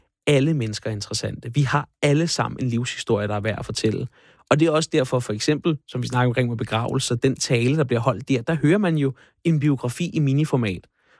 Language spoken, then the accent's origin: Danish; Frederiksværk, Capital Region of Denmark, Denmark; Blokhus, Frederiksværk, min gamle, hvor jeg er opvokset.